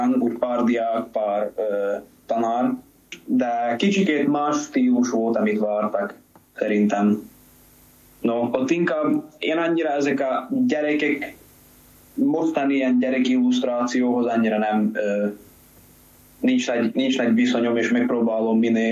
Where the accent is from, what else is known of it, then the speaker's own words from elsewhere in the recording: Hungary; Egész érdekesen, mert mindenki tudja, hogy magyar vagyok.